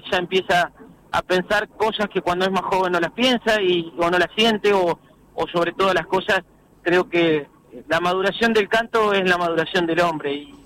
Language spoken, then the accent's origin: Spanish; Nahuel Rucá, Buenos Aires Province, Argentina; yo soy oriundo de Nahuel Rucá, pero de una estancia que lleva el mismo nombre que la localidad, que la estación, y bueno, nací en ambiente rural, ¿no? En una estancia de ese nombre